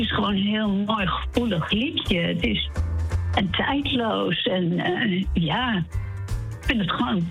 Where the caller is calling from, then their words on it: Assen, Drenthe, Netherlands; Uit Assen.